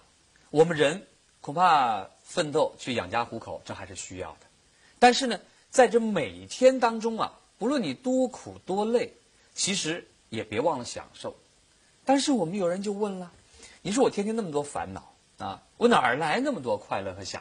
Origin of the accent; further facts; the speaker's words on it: China; 我们中国人